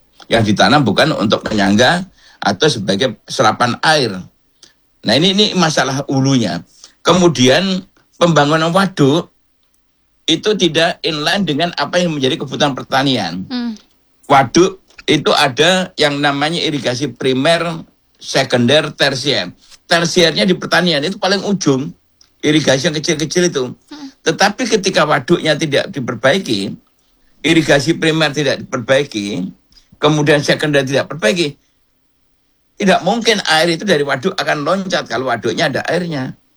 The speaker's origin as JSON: {"language": "Indonesian", "region": "Central Java", "country": "Indonesia", "said": "saya orang Jawa ya, orang Jawa Tengah."}